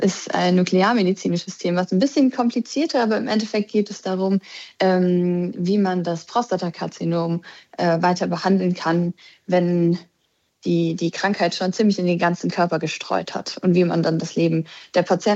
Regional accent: Saarland, Germany; now in Munich, Germany; Ja, ich bin eigentlich ja Saarländerin, dann aber nach München gegangen.

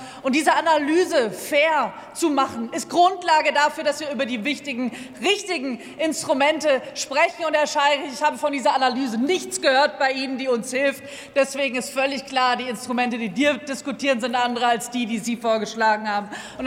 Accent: Baden-Württemberg, Germany; Ich komme aus der Region Stuttgart.

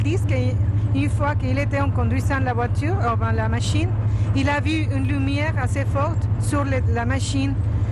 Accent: Mexico; chez nous, au Mexique

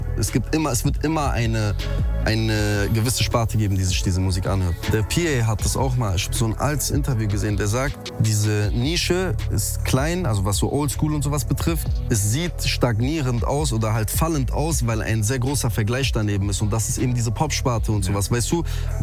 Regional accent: North Rhine-Westphalia, Germany; aber ich komme ja aus NRW

